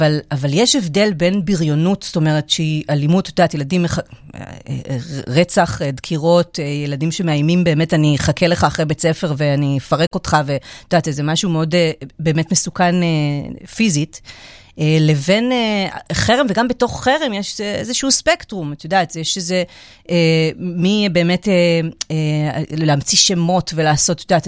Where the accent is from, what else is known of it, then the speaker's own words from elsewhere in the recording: Netanya, Central District, Israel; אני גדלתי בשנות ה-90. איפה גדל? בנתניה.